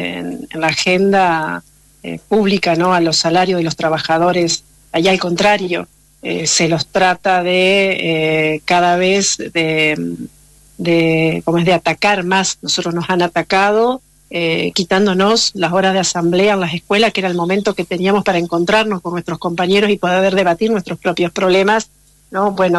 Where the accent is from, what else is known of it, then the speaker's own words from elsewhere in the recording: Concepción del Uruguay, Entre Ríos, Argentina; Yo soy de Concepción del Uruguay